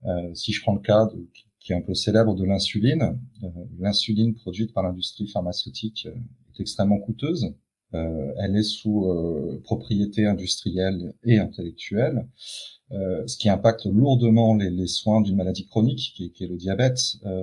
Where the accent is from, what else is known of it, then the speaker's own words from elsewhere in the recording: Brittany, France; moved away; Je suis breton, revenu vivre en Bretagne.